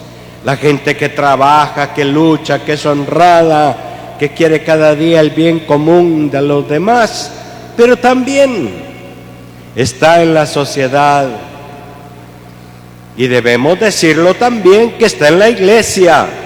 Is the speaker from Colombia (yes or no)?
no; Quetzaltenango, Guatemala; now in Cobán, Guatemala; En Xela, en mi pueblo, sí había mucho trigo.